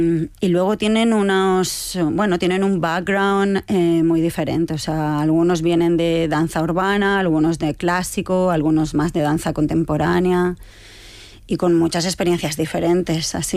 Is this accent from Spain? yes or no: yes; Spain